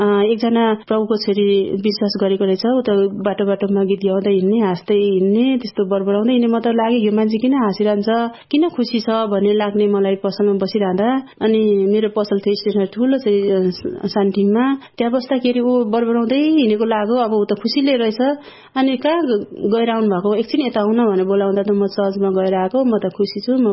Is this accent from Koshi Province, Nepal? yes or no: yes; Koshi Province, Nepal; now in Sano Thimi, Bhaktapur, Nepal; अनि मेरो घर चाहिँ शङ्खसभा हो, पुर्ख्यौली घर, र अहिले हाल चाहिँ सानो ठिमी भक्तपुरमा बस्छु।